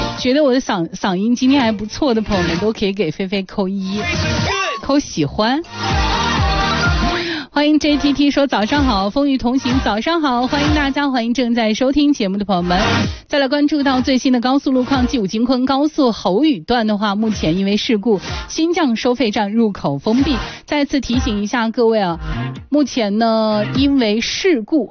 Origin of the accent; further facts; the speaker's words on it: China; 这个日子真的是非常非常值得我们中国人去记住的这样的一个日子